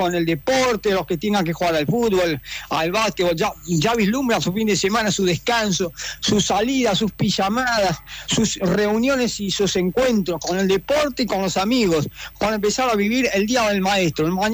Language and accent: Spanish; Argentina; fundamentalmente nuestra identidad como argentinos